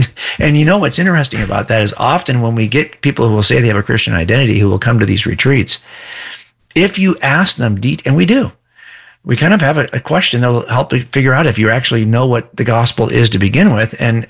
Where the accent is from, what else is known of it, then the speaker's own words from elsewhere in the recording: California, United States; I can demonstrate that I'm a Californian by showing you my ID, but don't ask me too many questions about the history, structure, legal systems in California